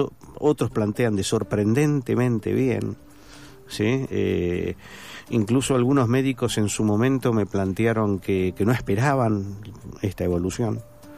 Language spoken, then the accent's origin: Spanish; Avellaneda, Buenos Aires Province, Argentina; now in Remedios de Escalada, Argentina; nunca me sentí del todo de Escalada, porque yo vengo de otro barrio, yo soy de Piñeiro, de Avellaneda, y ahora soy escaladiense.